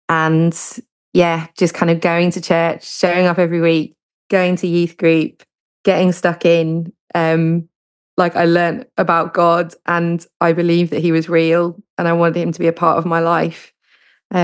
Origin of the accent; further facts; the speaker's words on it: Sussex, South East England, United Kingdom; moved away as an adult; now in Liverpool, United Kingdom; I don't have a Scouse accent. I grew up in Sussex with my family there, and I had a really lovely childhood.